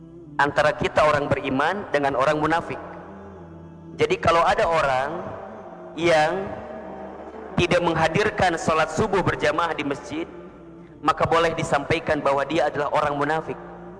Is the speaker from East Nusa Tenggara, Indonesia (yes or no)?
no; Garut, West Java, Indonesia